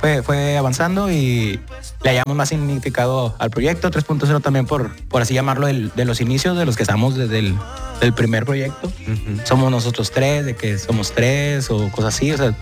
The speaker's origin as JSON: {"language": "Spanish", "town": "Monterrey", "region": "Nuevo León", "country": "Mexico", "said": "Somos regios totalmente."}